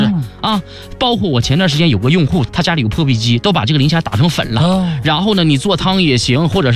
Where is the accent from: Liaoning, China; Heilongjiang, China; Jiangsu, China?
Liaoning, China; Dalian; accent: Dalian; 用我们大连话说是流线流线的